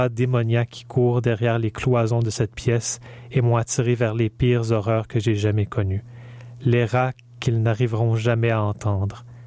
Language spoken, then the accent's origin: French; Montreal, Quebec, Canada; Je suis un Montréalais, je suis un citadin montréalais